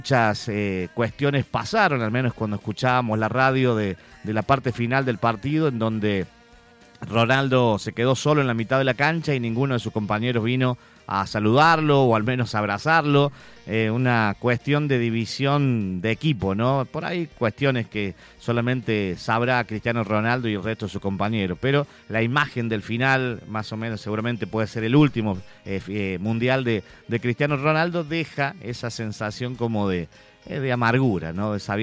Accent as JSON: {"language": "Spanish", "country": "Argentina", "said": "así somos los argentinos, sufridos, luchados"}